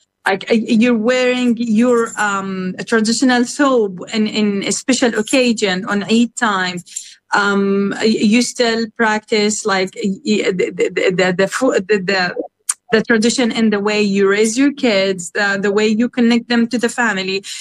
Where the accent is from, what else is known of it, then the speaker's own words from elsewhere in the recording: Gaza Strip, Palestine; now in Canada; And even because I held the Gazan citizen, the ID, I'm not being able, even if I'm Canadian, I'm not able to visit the Masjid al-Aqsa.